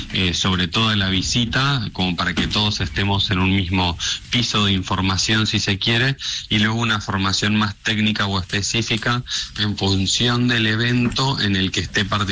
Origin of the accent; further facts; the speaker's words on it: Mar del Plata, Buenos Aires Province, Argentina; en mi caso, que yo soy de Mar del Plata y me anoto para ser voluntario en Buenos Aires